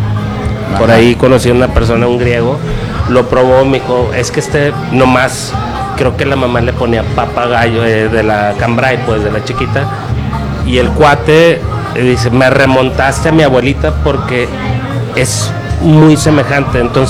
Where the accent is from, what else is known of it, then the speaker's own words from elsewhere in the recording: Torreón, Coahuila, Mexico; soy orgullosamente mexicano y sobre todo lagunero